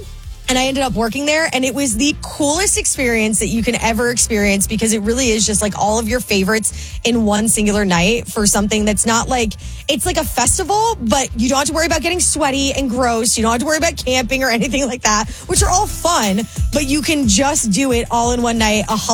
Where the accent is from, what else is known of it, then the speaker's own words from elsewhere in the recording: United States; moved away as an adult; also born or lived in New York; now in Nashville, United States; I grew up in New Jersey and New York